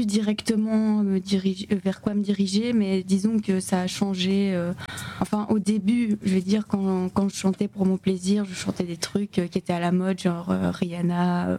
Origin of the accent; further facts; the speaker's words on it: Luttre, Wallonia, Belgium; Oui, c'est ça, je viens de Lutre, donc c'est entre Charleroi, voilà, et Nivelles.